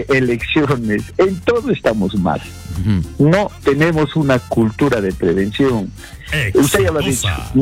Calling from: Juliaca, Puno, Peru; Le llamo de acá, de Puno, específicamente de Juliaca.

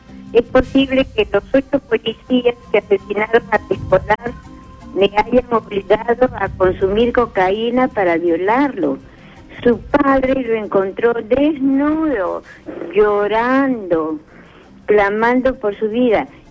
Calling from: Lima, Peru; Allá, de Lima.

